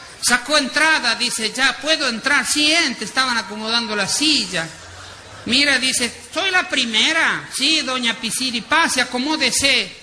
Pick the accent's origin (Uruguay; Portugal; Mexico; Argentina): Argentina; moved away; Qué lindo mi pueblo de donde yo nací, que es Coloya Aviñón. Es un pueblo que uno siempre lleva en el corazón